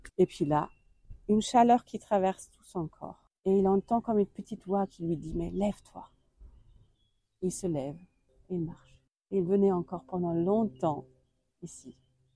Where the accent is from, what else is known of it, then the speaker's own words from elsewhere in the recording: Germany; now in Nevers, France; comme je suis allemande